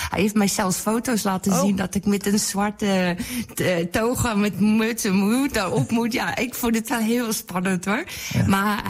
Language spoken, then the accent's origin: Dutch; South Africa; Nou, ik kom natuurlijk uit Zuid-Afrika.